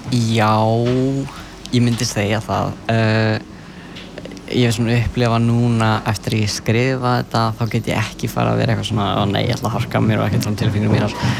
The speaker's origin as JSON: {"language": "Icelandic", "town": "Sörbær", "region": "Northwestern Region", "country": "Iceland", "said": "Og ég er frá Sörbæ á Vatnsnesi."}